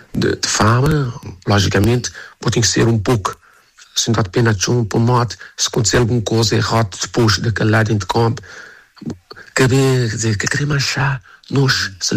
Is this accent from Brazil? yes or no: no; Cape Verde